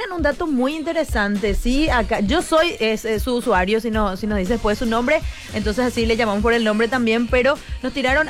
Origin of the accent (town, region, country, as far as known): Paraguay